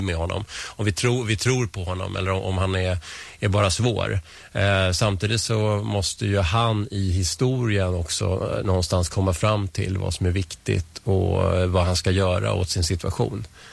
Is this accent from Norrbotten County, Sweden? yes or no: no; Vällingby, Stockholm County, Sweden; also born or lived in Strängnäs; now in Nacka, Sweden